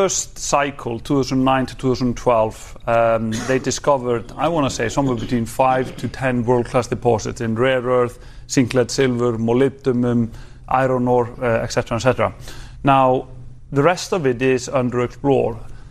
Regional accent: Iceland; I'm from Iceland

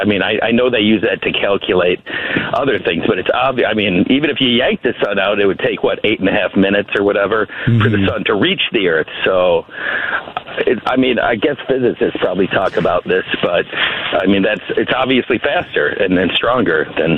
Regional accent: Chicago, Illinois, United States; now in San Diego, United States; I grew up in the Chicago area. I live in San Diego.

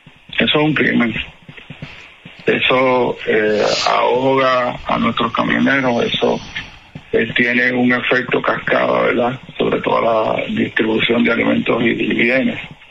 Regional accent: Puerto Rico; Esa es la mala memoria que tenemos como puertorriqueños.

